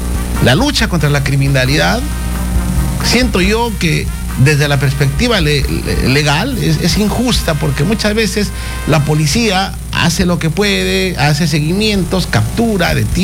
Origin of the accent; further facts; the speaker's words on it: Peru; los únicos perdedores somos todos los peruanos.